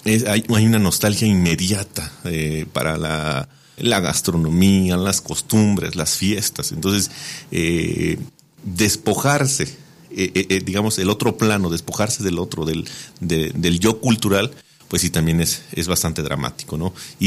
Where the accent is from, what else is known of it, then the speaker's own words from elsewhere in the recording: Puebla, Mexico; Soy muy moreno, pero no soy de Iztapalapa, soy nahua. Y cuando le dije que era yo precisamente del Valle Agrícola de una comunidad nahua en Puebla, se le iluminaron los ojos